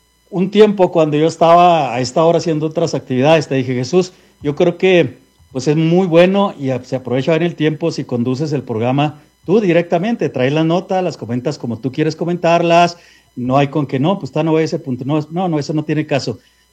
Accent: Mexico; now in United States; pues vivimos acá, pero somos gente de México

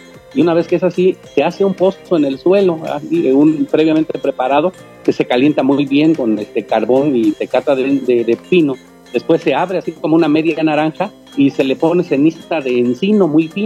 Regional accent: Santa Clara del Cobre, Michoacán, Mexico; soy de Santa Clara de Cobre, Michoacán, el único lugar donde con orgullo enseñamos el cobre, ¿verdad? Porque es el que nos hace famosos, ¿no?, a este pueblo bello. Bueno, yo tengo casi 50 años trabajando el cobre. Es hijo

